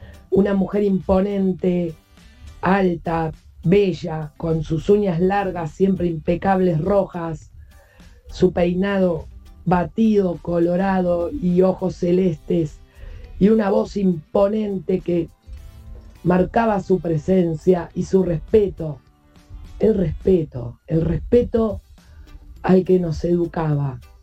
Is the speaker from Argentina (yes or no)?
yes; Buenos Aires, Argentina; now in Lomas del Mirador, Argentina; cuando era chica nací, crecí y me eduqué en Floresta, en mi querido Floresta